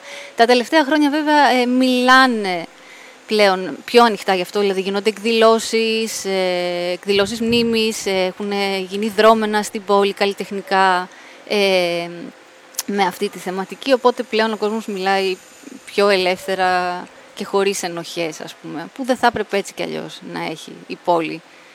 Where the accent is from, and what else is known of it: Agrinio, Western Greece, Greece; born there